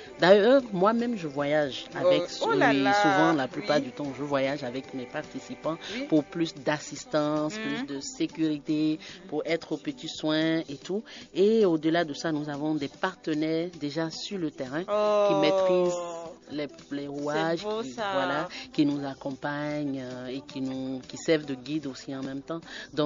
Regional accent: Benin; en tant que Béninois

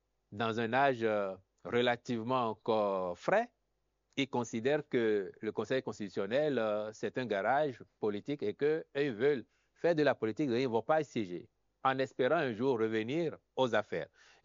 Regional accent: Benin; en tant que Béninois

